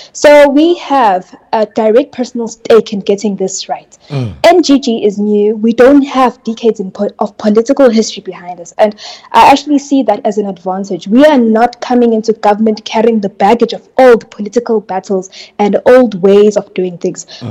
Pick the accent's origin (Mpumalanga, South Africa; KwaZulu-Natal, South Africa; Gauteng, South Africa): KwaZulu-Natal, South Africa; Nkandla; I'm from Nkandla in KZN.